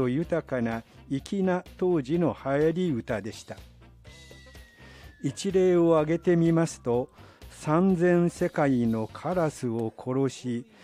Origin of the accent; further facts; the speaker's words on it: Osaka, Japan; 担当はチャキチャキのなにわっこ、市民スタッフの